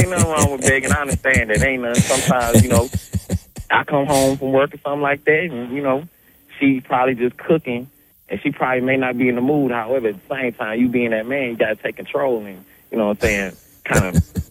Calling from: Montgomery, Alabama, United States; I'm calling from Montgomery, Alabama right now.

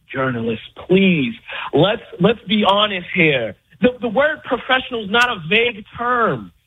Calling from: New York, United States; Harlem, baby.

